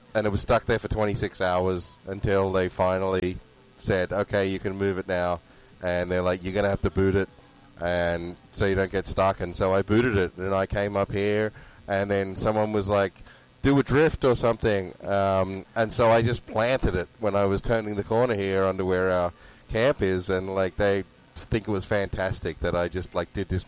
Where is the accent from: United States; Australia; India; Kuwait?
Australia; Yes, I'm the Australian.